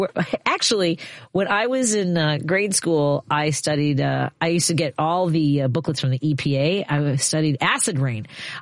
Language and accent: English; Chicago, Illinois, United States; I grew up in Chicago